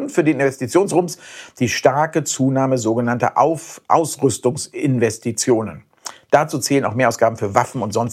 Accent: Germany; als Deutscher

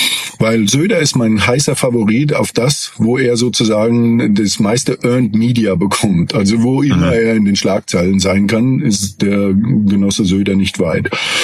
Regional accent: Germany

